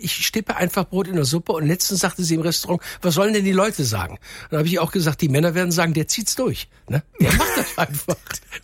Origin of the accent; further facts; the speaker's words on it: Duisburg, North Rhine-Westphalia, Germany; ich komme ja aus Duisburg